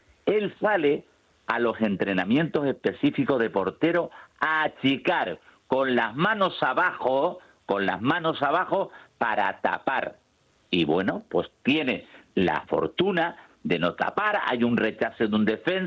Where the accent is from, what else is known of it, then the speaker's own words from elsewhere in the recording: Canary Islands, Spain; yo soy canario